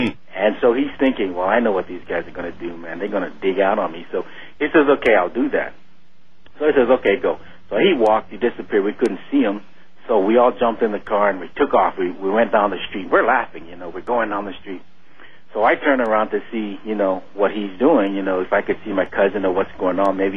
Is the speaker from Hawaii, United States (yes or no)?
yes; Hawaii, United States; now in Las Vegas, United States; I'm originally from Hawaii